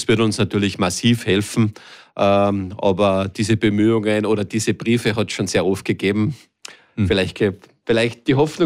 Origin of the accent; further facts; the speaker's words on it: Salzburg, Austria; dass ich bei ihm eben im Bongau nicht opfern habe dürfen als Salzburger mit einem S-Kennzeichen.